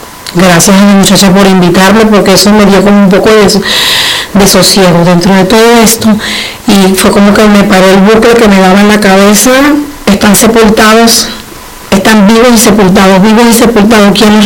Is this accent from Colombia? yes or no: no; Venezuela; now in Spain; Yo como venezolana desde aquí les agradezco muchísimo